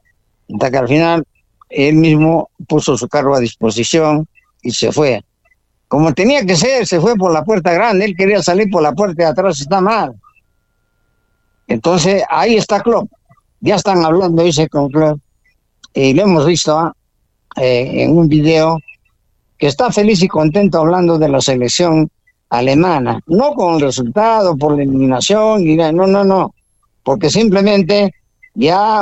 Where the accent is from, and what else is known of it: Peru